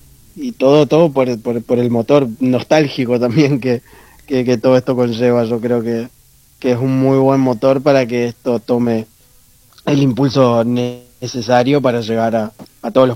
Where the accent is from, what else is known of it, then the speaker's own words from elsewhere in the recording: Santa Fe, Argentina; nosotros somos del interior de Santa Fe también, o sea, no solo del interior del país, sino del interior de la provincia también.